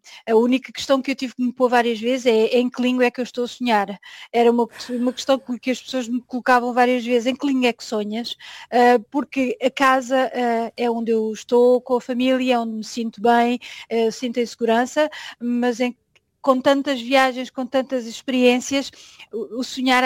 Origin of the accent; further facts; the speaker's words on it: Alentejo, Portugal; now in Paris, France; Para mim é Alentejo. Nasci lá e tenho umas memórias fantásticas, e sempre que falo das minhas memórias de infância, o Alentejo e o meu sorriso fica diferente.